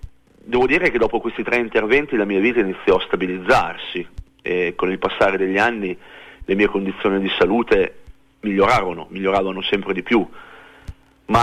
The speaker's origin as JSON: {"language": "Italian", "town": "Parma", "region": "Emilia-Romagna", "country": "Italy", "tie": "born there", "said": "Sono nato a Parma nel 1969"}